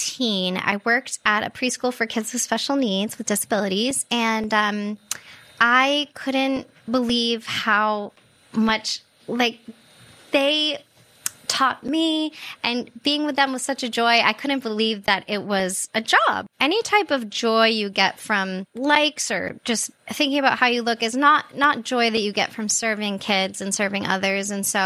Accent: Maine, United States; It was really wonderful. I loved being outside and kind of had that 80s, 90s childhood where you were out until your parents were like, come home, and the street lights went on

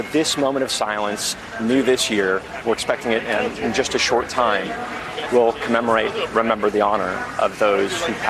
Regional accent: Detroit, Michigan, United States; moved away; I grew up in Detroit, outside of Detroit

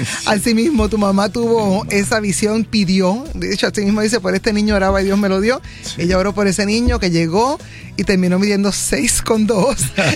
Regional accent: Caguas, Puerto Rico; Ah, yo soy de Caguas, mira. Cagüeño.

